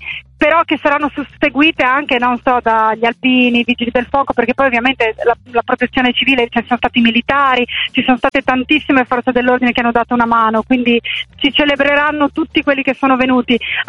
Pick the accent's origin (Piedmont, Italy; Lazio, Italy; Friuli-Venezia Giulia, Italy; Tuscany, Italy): Friuli-Venezia Giulia, Italy; Gemona del Friuli; io sono originaria di Gemona del Friuli